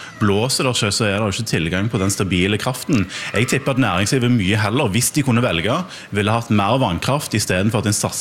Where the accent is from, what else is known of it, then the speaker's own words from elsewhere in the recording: Rogaland, Norway; der jeg kommer fra i Rogaland